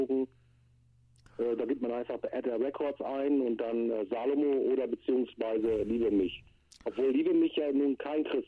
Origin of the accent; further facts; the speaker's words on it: Lower Saxony, Germany; born there; now in Lake Constance district, Germany; Bin geboren in Ostfriesland 1971. Ja, dann bin ich später an den Bodensee gezogen.